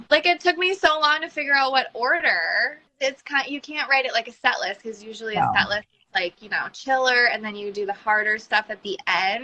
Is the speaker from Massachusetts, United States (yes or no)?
yes; Massachusetts, United States; because I'm from Massachusetts and my band is from New Hampshire.